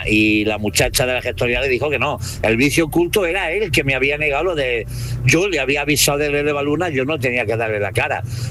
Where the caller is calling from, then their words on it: Castellar, Spain; de Castellar.